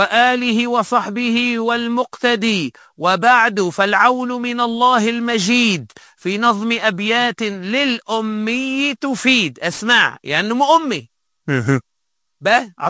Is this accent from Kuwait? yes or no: no; Tunisia; احنا عندنا في تونس